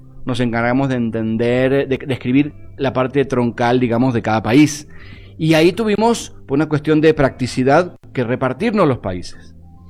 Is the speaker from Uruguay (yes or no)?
no; Argentina; Yo soy argentino, pero me río mucho